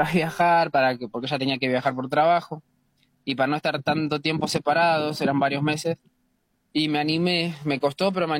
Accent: Buenos Aires, Argentina; also born or lived in Forres, Santiago del Estero, Argentina; now in Madrid, Spain; papás son de Santiago del Estero y yo nací en Buenos Aires, me crié en Buenos Aires, pero luego, claro, tantos años en Forres, muchos piensan que nací ahí.

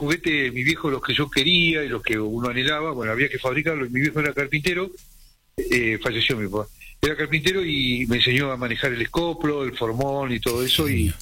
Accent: Neuquén, Argentina; also born or lived in El Maitén; Soy, como les conté, soy nacido en el Maltén, Chubut, provincia de Chubut. A ferroviario lo mandan trasladado acá a Neuquén.

